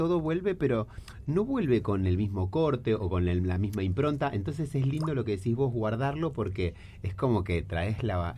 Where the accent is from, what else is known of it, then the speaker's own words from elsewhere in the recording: Tierra del Fuego, Argentina; yo soy de acá, yo soy fueguino.